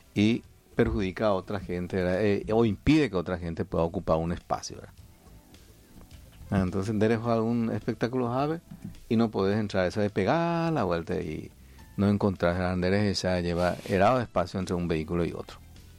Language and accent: Spanish; Paraguay; somos los paraguayos